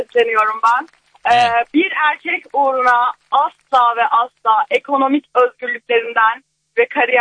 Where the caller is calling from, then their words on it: Adana, Turkey; Adana'dan.